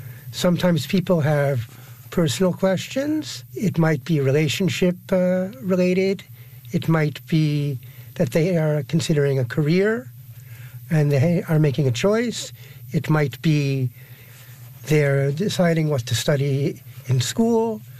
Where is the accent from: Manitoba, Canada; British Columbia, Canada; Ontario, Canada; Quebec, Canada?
Quebec, Canada; Montreal; I was born in Montreal in 1967. I grew up in Côte-des-Neiges.